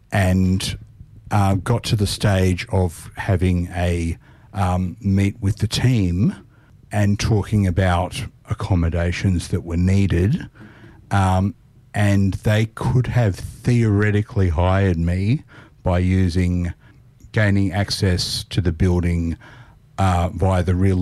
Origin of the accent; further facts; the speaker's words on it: Sydney, New South Wales, Australia; also born or lived in Hong Kong; now in Melrose Park, Australia; I grew up in Gladesville. Mm-hmm. Lived in the same house for the first 13 years of my life. Then I lived in Hong Kong for 3 years.